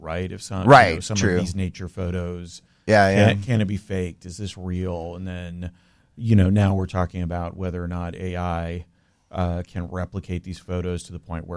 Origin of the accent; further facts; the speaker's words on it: Daytona Beach, Florida, United States; Growing up in Daytona, we owned gift shops.